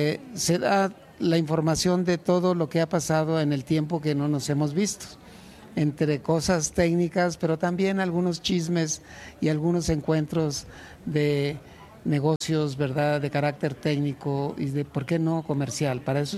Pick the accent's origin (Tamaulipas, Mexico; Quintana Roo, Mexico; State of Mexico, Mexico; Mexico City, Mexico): State of Mexico, Mexico; tengo hijos que aquí nacieron, yo soy del Estado de México y lo digo con mucho orgullo, aunque haya viajado mucho